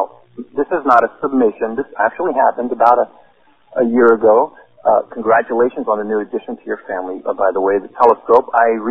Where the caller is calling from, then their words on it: Petaluma, California, United States; in Petaluma, California.